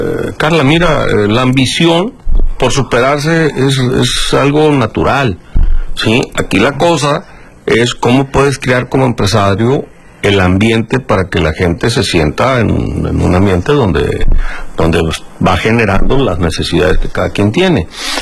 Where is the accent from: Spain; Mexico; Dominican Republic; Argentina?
Mexico